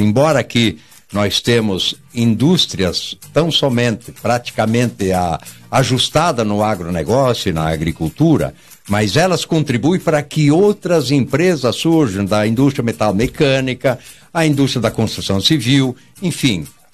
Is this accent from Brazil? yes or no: yes; Concórdia, Santa Catarina, Brazil; moved away as an adult; now in Xanxerê, Brazil; Eu nasci em Concórdia.